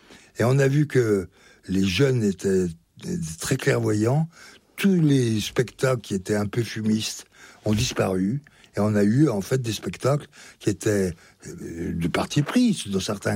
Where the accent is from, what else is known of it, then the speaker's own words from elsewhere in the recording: Belley, Auvergne-Rhône-Alpes, France; je suis chez moi à Belay. Mes parents, mon père y a exercé son activité économique et en même temps était premier adjoint. Ma mère est née là et nous a élevés ici.